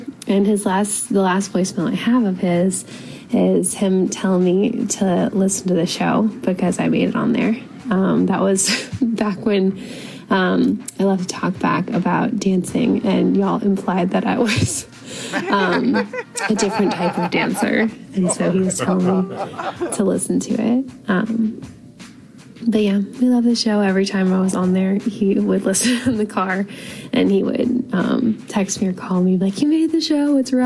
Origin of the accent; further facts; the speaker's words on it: Charlotte, North Carolina, United States; We grew up in the Charlotte area, so we've been listening for a super long time.